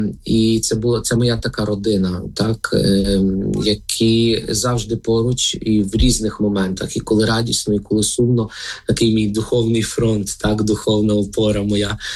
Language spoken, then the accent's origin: Ukrainian; Lviv Oblast, Ukraine; moved away; Родом я сам з Львівської